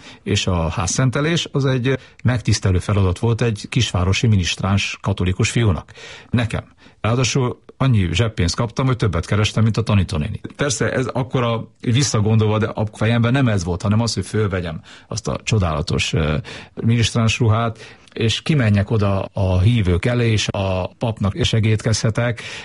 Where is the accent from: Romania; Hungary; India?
Romania; Transylvania; moved away; én ugye Erdélyben születtem, ahol a magyarságot azt a templomban gyakoroltuk.